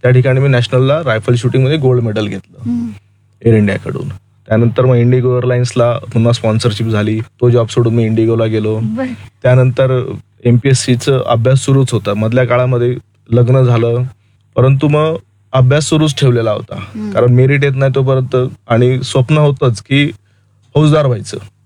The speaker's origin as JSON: {"language": "Marathi", "town": "Bhusawal", "region": "Maharashtra", "country": "India", "tie": "born or raised there", "said": "माझं बालपण आणि जन्म जळगाव जिल्ह्यामध्ये भुसावळला झालेलं आहे, माझं शिक्षण भुसावळला आणि जळगावला झालेलं आहे"}